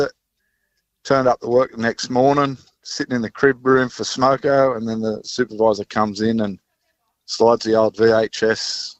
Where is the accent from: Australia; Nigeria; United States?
Australia; Newcastle, New South Wales; I was an apprentice, and I'm from Newcastle, and the Dr. Jurt's race meeting was on up at Cessnock.